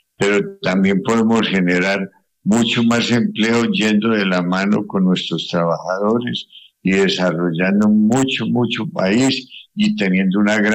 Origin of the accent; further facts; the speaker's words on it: Colombia; Yo no soy ningún santo, yo soy un colombiano más